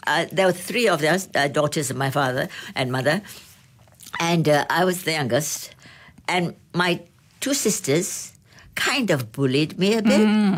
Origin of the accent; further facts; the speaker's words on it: Penang, Malaysia; growing up in Penang was for me a joy, a great memory and a joy, because we have so many friends in the kampung